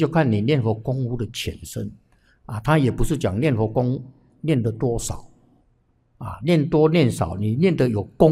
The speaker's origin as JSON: {"language": "Chinese", "country": "Taiwan", "said": "我们台湾这边"}